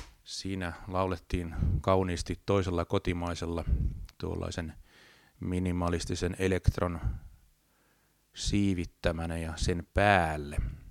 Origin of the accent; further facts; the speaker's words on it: Tampere, Pirkanmaa, Finland; olen Tampereelta, mutta en ole Tampereelta, vaan olen lentävän niemestä.